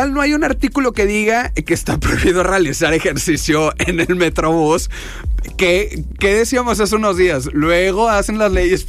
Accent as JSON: {"language": "Spanish", "country": "Mexico", "said": "como somos los mexicanos"}